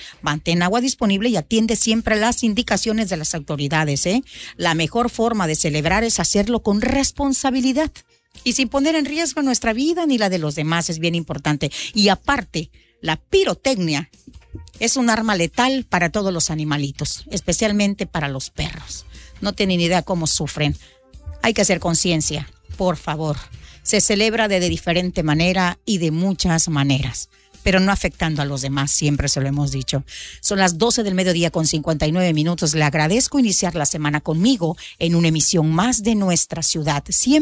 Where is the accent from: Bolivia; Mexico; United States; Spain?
Mexico; Somos mexicanos.